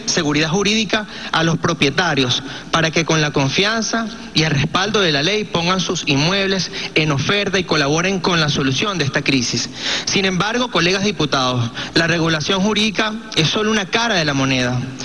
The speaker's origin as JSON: {"language": "Spanish", "country": "Venezuela", "said": "solidaridad a nuestro pueblo en medio de estas circunstancias tan complejas y difíciles que vivimos como venezolanos."}